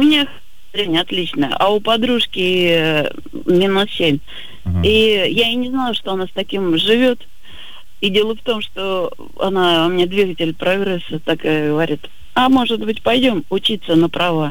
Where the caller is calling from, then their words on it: Lipetsk, Lipetsk Oblast, Russia; Я из Липецка.